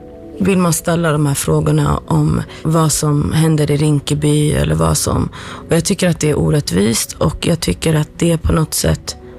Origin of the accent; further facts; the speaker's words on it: Somalia; De pratar om mig i intervjun att jag är somalier.